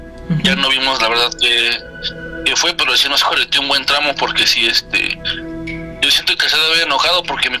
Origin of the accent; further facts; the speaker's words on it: Saltillo, Coahuila, Mexico; yo soy de Saltillo, Coahuila. Yo viví mucho tiempo en Coahuila.